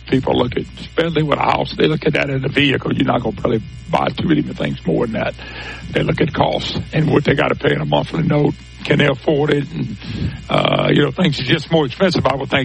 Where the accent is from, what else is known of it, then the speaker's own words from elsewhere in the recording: Plaquemine, Louisiana, United States; now in Lafayette, United States; I grew up and born and raised in Plaquemine, Baton Rouge area, but I'm in Lafayette area